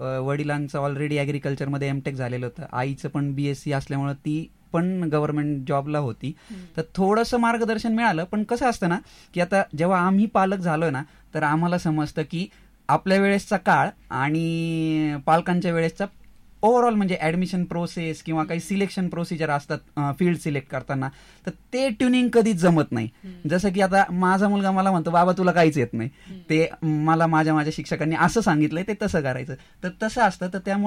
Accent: Ahmednagar, Maharashtra, India; also born or lived in Rahuri; हो, मी मूळचा नगरचा. तसं माझं गाव आहे श्रीरामपूर तालुक्यातलं बेलापूर. नेटिव्ह ते आहे, परंतु माझं शिक्षण झालंय राऊरी कृषी विद्यापीठामध्ये, म्हणजे शालेय शिक्षण.

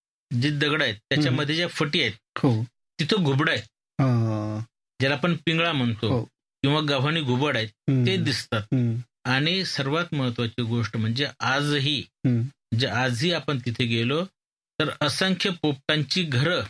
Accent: Newasa, Maharashtra, India; मी माझं बालपण नेवाश्यात गेलं, नेवाश्यामध्ये

